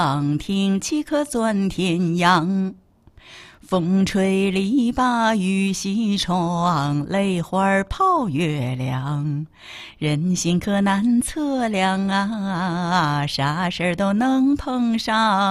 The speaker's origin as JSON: {"language": "Chinese", "town": "Jinzhou", "region": "Liaoning", "country": "China", "moved": "yes", "said": "他是听懂我家乡话了，是吧？"}